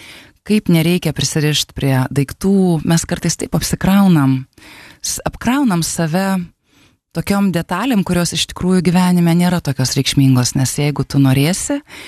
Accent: Kaunas, Kaunas County, Lithuania; now in Vilnius, Lithuania; atsikraustėm į Vilnių, nors aš esu iš Kauno.

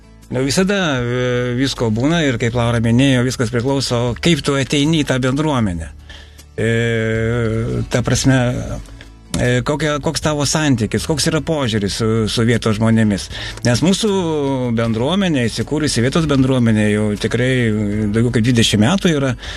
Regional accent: Dubingiai, Utena County, Lithuania; klausė, iš kur esi, sakau, iš Dubingių

